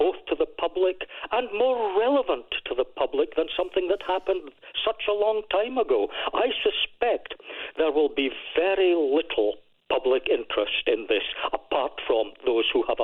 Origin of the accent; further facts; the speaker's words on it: Lockerbie, Scotland, United Kingdom; I'm a Lockerbie. I was born and brought up in Lockerbie